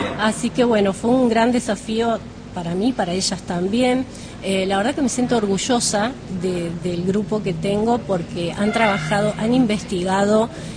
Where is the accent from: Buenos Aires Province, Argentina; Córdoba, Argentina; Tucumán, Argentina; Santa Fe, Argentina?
Santa Fe, Argentina; now in Villa Mercedes, Argentina; Bueno, yo soy técnico en industrias lácteas, vengo de Santa Fe.